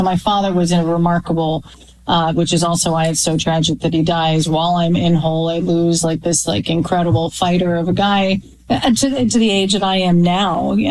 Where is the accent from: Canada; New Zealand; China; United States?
Canada; born or raised there